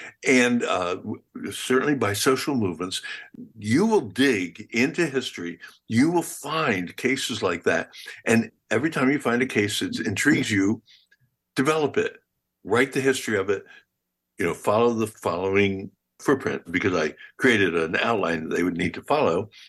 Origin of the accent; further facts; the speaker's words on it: United States; One of the things that I love about being an American and think we should be so proud of is that we tend to form teams.